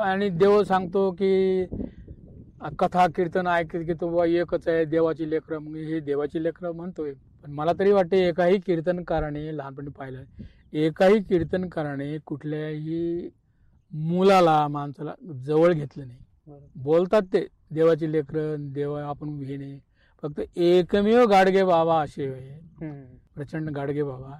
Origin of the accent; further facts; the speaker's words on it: Chikhalgaon, Maharashtra, India; माझं चिखलगाव म्हणून अकोला जिल्ह्यामध्ये गाव आहे, चिखलगाव. तर तिथं माझं सगळं बालपण, जन्म तिथलं आहे, 4th पर्यंत शिक्षण तिथंच झालं. आणि प्रचंड गरिबी, म्हणजे गाव कोसाव्याचे जे जगणं आमचं त्यावेळेचं काळ, तो 47 जन्म आहे माझा.